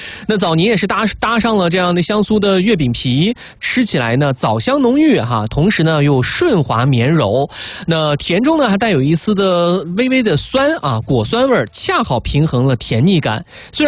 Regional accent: Xinjiang, China; 说实话这个作为一个新疆人的我来说还真没吃过哈

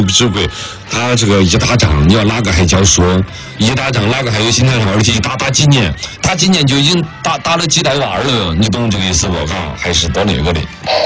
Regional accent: China

